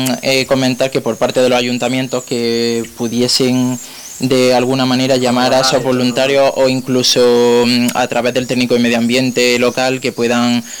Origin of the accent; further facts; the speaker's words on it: Santo Tomé, Andalusia, Spain; yo en mi pueblo, en Santo Tomé